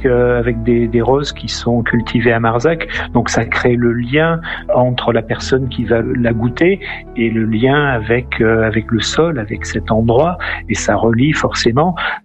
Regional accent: Saint-Léon-sur-Vézère, Nouvelle-Aquitaine, France; Saint-Léon-sur-Vézère, qui est un des plus beaux villages de France et qui est mon village natal.

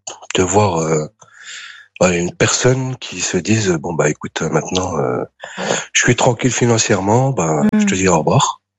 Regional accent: France; born there; je suis né en France.

